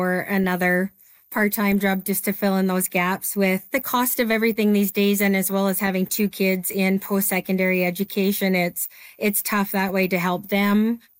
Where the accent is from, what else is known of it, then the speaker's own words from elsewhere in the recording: Lethbridge, Alberta, Canada; I am from Lethbridge, Alberta.